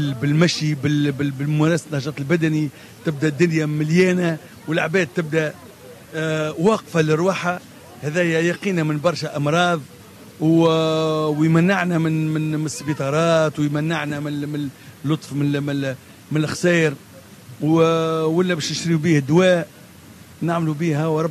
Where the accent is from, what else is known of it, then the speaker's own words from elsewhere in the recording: Sousse, Sousse Governorate, Tunisia; بلدي سوسه زي ما قصرتش، وفرت لنا كل شيء